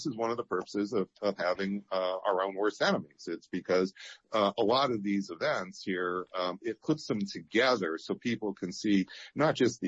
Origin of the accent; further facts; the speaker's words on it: Erie, Pennsylvania, United States; April 2025. Yeah, yep. … So I'm from Western PA. I'm from Erie, Pennsylvania.